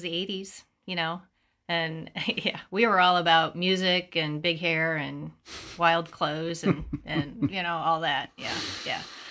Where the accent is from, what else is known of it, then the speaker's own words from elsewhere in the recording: Geneseo, Illinois, United States; also born or lived in Peoria, Illinois; Geneseo, Illinois. I was born in Peoria.